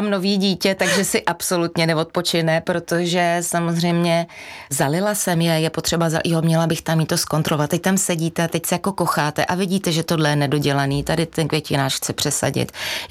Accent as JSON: {"language": "Czech", "town": "Mělník", "region": "Central Bohemian Region", "country": "Czechia", "tie": "born or raised there", "also_born_or_lived": "Benešov / Myšlín", "moved": "yes", "lives_now": "Podkrkonoší, Czechia", "said": "Narodila jsem se tam v porodnici, pak jsem žila 4 roky na statku v Myšlíně a pak jsem se přestěhovala do toho Mělníka zmíněného."}